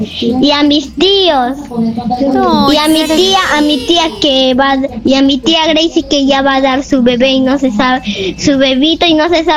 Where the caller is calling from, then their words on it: Spain; Mando saludos desde España.